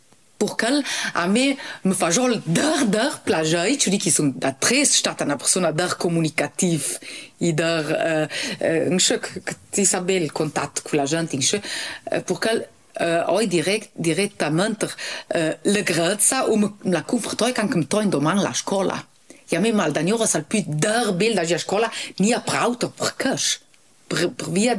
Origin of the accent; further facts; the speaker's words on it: Selva di Val Gardena, Trentino-Alto Adige, Italy; Io sono cresciuta su di Gardena, di Selva, di Avisa ula, sono cresciuta su sul Luc da Linaccia, che è sulla Selva diversa di Plan de Gralba